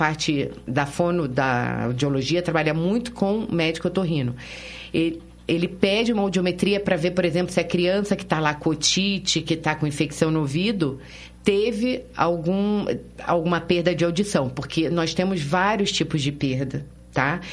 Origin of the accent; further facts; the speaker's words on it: Rio de Janeiro, Brazil; born there; moved away as an adult; now in Curitiba, Brazil; Sou carioca, nasci lá, mas estou morando aqui há 30 anos.